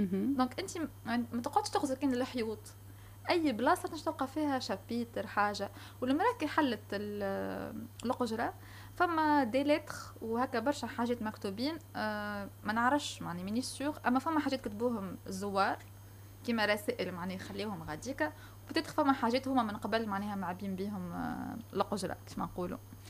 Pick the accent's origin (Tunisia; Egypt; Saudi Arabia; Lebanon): Tunisia